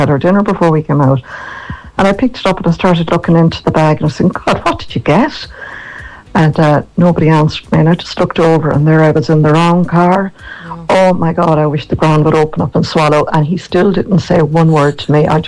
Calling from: Galway, County Galway, Ireland; here from Galway. We were at a party after Christmas a few years ago in Munro's in Galway.

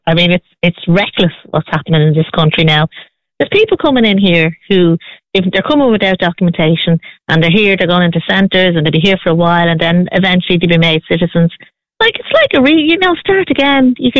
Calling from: Ireland

